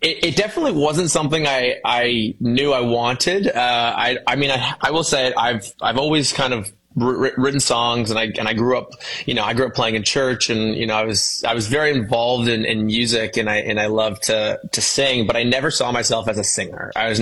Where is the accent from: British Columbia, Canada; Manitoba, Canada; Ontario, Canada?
Ontario, Canada; London; I got asked to again be a guitar player for this artist who was an R&B singer from my hometown, which is London, Ontario.